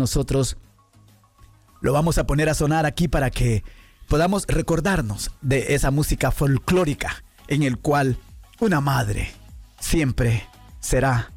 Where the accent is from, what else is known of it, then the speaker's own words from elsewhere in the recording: Honduras; now in Austin, United States; Ella tuvo que agarrar un vuelo y ya está en mi tierra natal, Honduras.